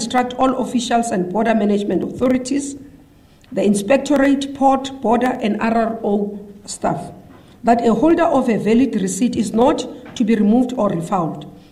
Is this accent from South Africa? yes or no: yes; South Africa; when I am a South African?